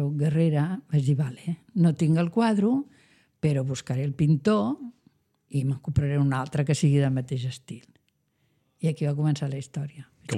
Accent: Santa Maria de Palautordera, Catalonia, Spain; first language Spanish; Catalan is a second language; now in Menorca, Spain; per Palautordera, que és d'on sóc jo, i com que tinc moltíssima família i tinc molts amics allà

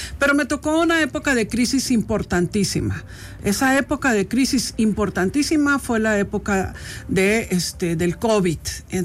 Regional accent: Mexico; qué vamos a hacer como mexicanos

